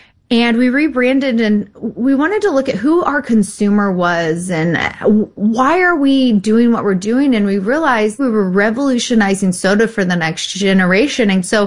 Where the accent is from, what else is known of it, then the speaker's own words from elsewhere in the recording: Texas, United States; So we decided to buy a little house in Dallas, Texas, because I was from Texas. And I was like, oh, let's go home.